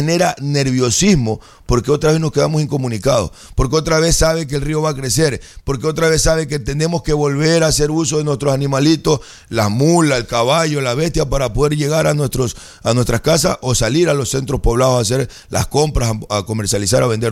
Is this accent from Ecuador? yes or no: yes; Chone, Manabí, Ecuador; also born or lived in Bahía de Caráquez / Montecristi; soy orgulloso de mi provincia. Soy nacido en Chone, vivo en Chone, tengo mi familia en Chone, mi trabajo en Chone, pero tuve la oportunidad de trabajar en Montecristi, en Ciudad Alfaro. Claro. En el año 2009, el 2010, tuve la oportunidad de vivir en Bahía de Caracas